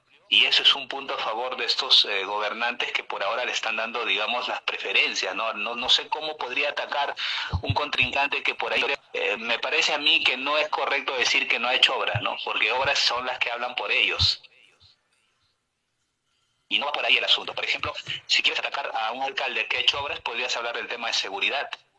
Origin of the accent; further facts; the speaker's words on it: Lima, Peru; nosotros somos pobladores de Lima Este y lo hemos vivido